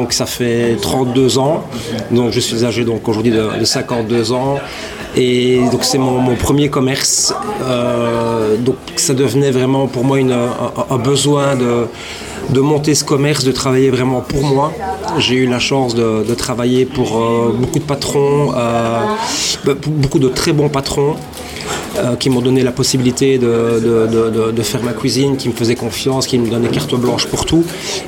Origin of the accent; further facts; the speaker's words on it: Liège, Wallonia, Belgium; moved away as an adult; now in Theux, Belgium; En fait, on est tous les deux originaires de la ville de Liège